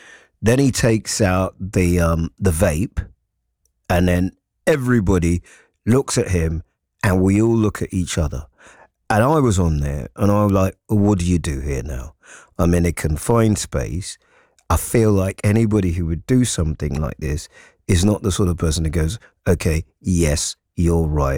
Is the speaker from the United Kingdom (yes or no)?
yes; London, United Kingdom; I felt like I'd abdicated my responsibility as a Londoner, as a citizen of the world